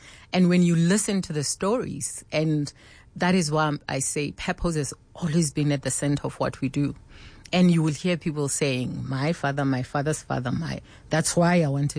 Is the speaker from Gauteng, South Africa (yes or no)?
yes; Sharpeville, Gauteng, South Africa; also born or lived in Sasolburg; I grew up in Sharpeville, mixture of Sasolburg also. That's where my father is from. And yeah, I'm a Vaal girl through and through.